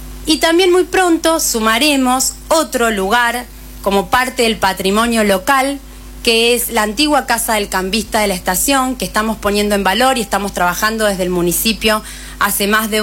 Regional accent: Melo, Cerro Largo, Uruguay; nuestro pueblo, podamos hacerlo siempre con esa emoción y ese orgullo que nos identifica. Y decir, soy de Melo.

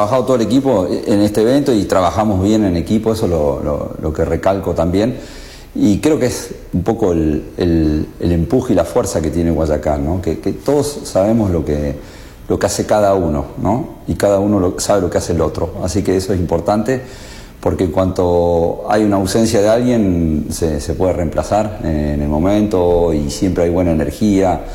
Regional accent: Laboulaye, Córdoba, Argentina; somos toda gente de La Boulaye

